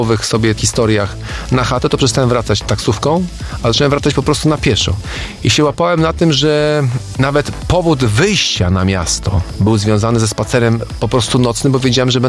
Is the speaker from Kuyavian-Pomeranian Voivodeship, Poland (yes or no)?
yes; Bydgoszcz, Kuyavian-Pomeranian Voivodeship, Poland; Człowiek łapie taki sentyment do miejsca, z którego pochodzi. Jestem z Bydgoszczy, a przez to, że mieszkam w takim trakcie, że mogę sobie wracać bulwarem Brdy, rzeki bydgoskiej